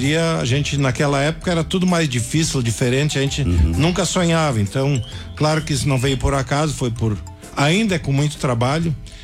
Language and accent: Portuguese; Cruzeiro do Sul, Rio Grande do Sul, Brazil; eu sou do interior de Cruzeiro do Sul, Picada São Gabriel. A atividade principal era filho de agricultores, né?